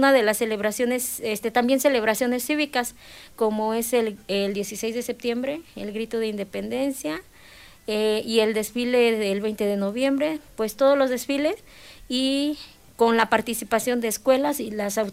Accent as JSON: {"language": "Spanish", "town": "Izúcar de Matamoros", "region": "Puebla", "country": "Mexico", "said": "Yo no soy de Xochitepec, pero he escuchado, yo soy de Izúcar de Matamoros"}